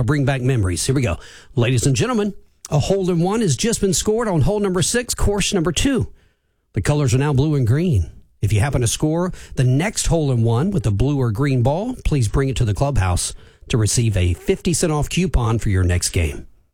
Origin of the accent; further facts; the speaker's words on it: Groves, Texas, United States; growing up in Groves.